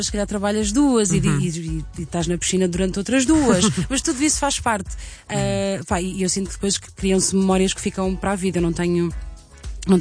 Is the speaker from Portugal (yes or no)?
yes; Centro, Portugal; de onde eu venho, que é a zona centro do país, em que há muito esta coisa.